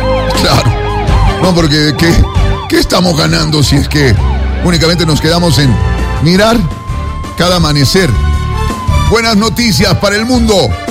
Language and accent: Spanish; Quito, Pichincha, Ecuador